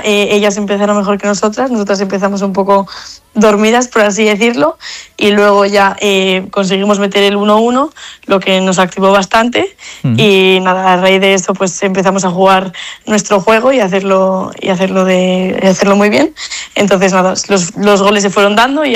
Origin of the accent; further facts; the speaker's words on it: Santander, Cantabria, Spain; las que somos de Santander